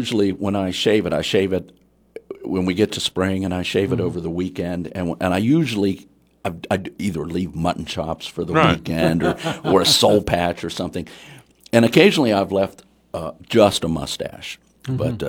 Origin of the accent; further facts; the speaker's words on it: Wheeling, West Virginia, United States; I grew up in Wheeling.